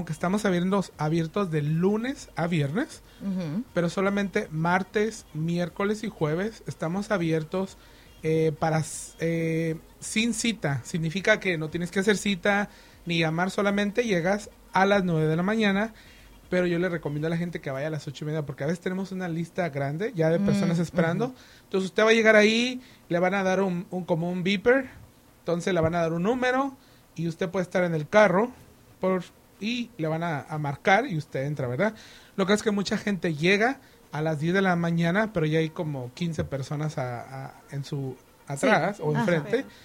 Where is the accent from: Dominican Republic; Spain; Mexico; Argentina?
Mexico; Cuando, y yo soy de México, entonces cuando hay veces que los papás te dicen, aguántese, mijo, aguántese y hasta que no.